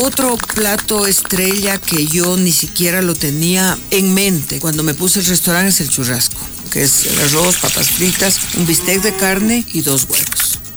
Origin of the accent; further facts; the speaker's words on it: Loja, Ecuador; moved away as an adult; now in Quito, Ecuador; Bueno, yo soy de Loja, vine a vivir en Quito hace 40 años. O sea, la mayor parte de mi vida la he vivido en Quito